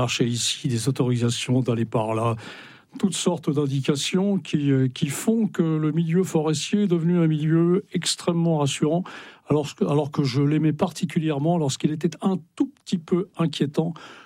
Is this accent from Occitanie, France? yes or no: no; Brittany, France; au large de Brest et surtout au large de la Bérildute, qui est le village de mon enfance dans le Finistère Nord.